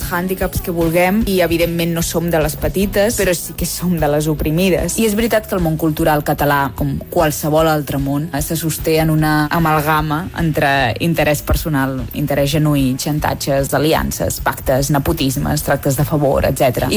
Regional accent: Catalonia, Spain; com a catalans potser tenim la tendència a fer-nos petits, a minvar

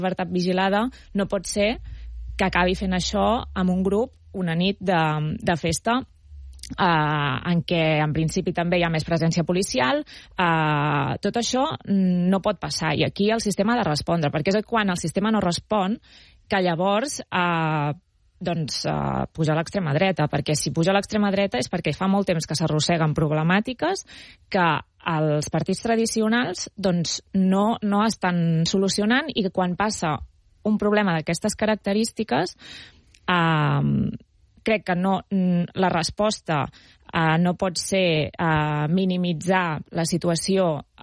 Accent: Berga, Catalonia, Spain; jo sóc de Berga, Manresa queda a prop

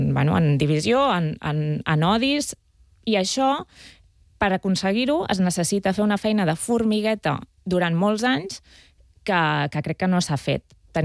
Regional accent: Berga, Catalonia, Spain; jo sóc de Berga, Manresa queda a prop

